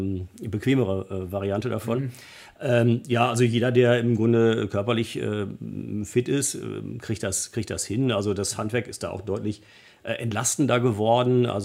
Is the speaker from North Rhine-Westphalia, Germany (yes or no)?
yes; Hamm, North Rhine-Westphalia, Germany; Aus meiner Heimatstadt Hamm, die liegt so am Rande der Soester Börde, da haben wir schon relativ hohe Bodenzahlen.